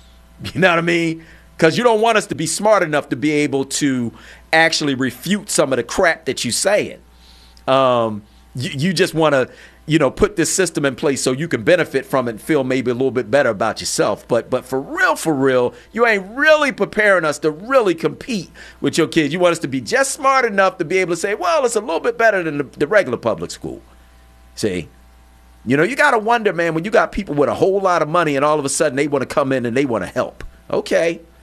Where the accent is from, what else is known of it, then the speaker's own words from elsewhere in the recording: Philadelphia, Pennsylvania, United States; born there; my parents got divorced when I was a teenager. We moved from West Oak Lane to North Philly. And, you know, I learned some things living in North Philly, you know, that I wouldn't have learned in West Oak Lane.